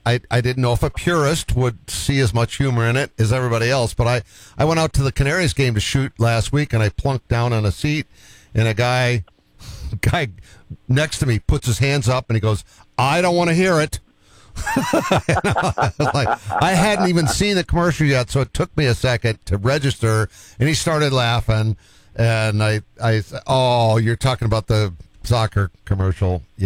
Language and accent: English; Sherborn, Massachusetts, United States; also born or lived in Wellesley; I'm not. I'm from a suburb of Boston. I'm from Sherburn. I was born in Wellesley, but I say Boston.